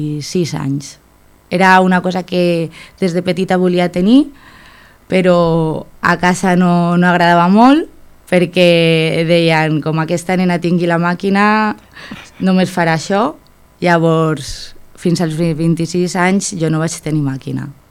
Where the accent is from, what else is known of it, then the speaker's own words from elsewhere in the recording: Madrid, Community of Madrid, Spain; Catalan is a second language; also born or lived in Valladolid / Barcelona; now in Argentona, Spain; Jo sóc de Madrid, vaig viure molt temps de la meva vida a Valladolid i bueno, vaig fer un Erasmus a Itàlia